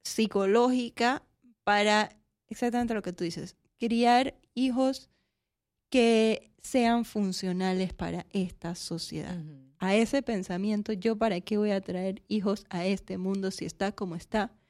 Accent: Panama; como panameña me gustaría ver es una educación más apegada a las necesidades de hoy en día.

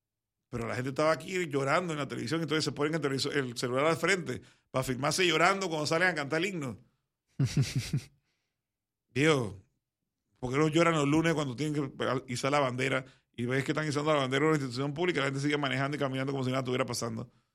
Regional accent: Panama; Nosotros somos panameños igual que ustedes.

